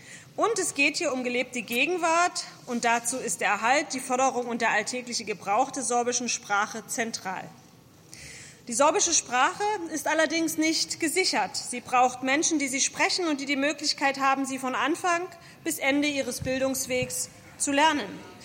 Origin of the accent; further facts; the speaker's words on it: Saxony, Germany; Ich komme aus der Oberlausitz